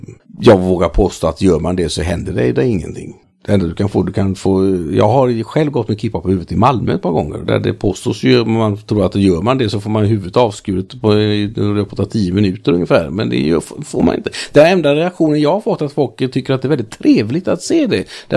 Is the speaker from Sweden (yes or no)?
no; Paris, Île-de-France, France; Jag kommer från Paris. Jag var i Paris förra veckan.